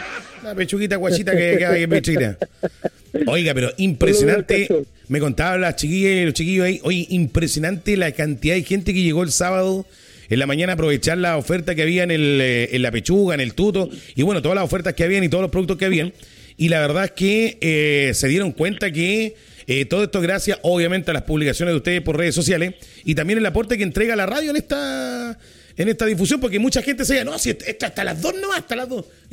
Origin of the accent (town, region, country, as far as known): Chile